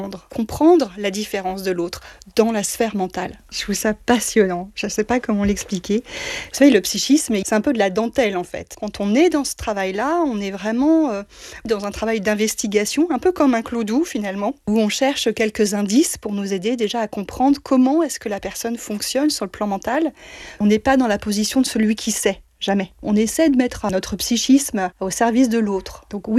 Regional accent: Vannes, Brittany, France; je suis psychologue clinicienne psychothérapeute, j'ai 52 ans et je suis de Vannes.

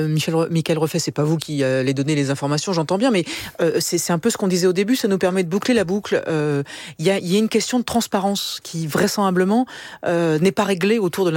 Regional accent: France

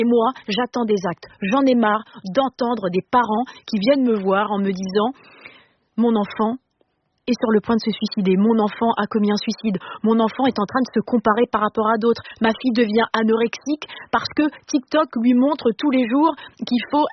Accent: Normandy, France; moi je suis normande et en Normandie, vous savez, on dit c'est à la fin de la foire

